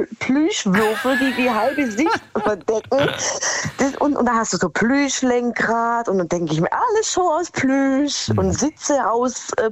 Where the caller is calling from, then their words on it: Gschwend, Baden-Württemberg, Germany; Aus Gschwend, wir kennen uns doch.